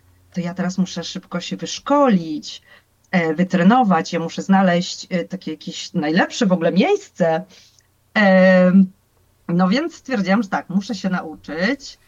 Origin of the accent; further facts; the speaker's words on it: Wrocław, Lower Silesian Voivodeship, Poland; nasz proboszcz w parafii we Wrocławiu, skąd pochodzę